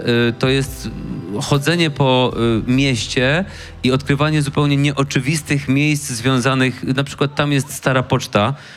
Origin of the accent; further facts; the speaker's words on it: Gorzów Wielkopolski, Lubusz Voivodeship, Poland; ja mieszkam w Gorzowie od urodzenia, jestem z tego dumny i nigdzie nie chciałem się stąd wybierać.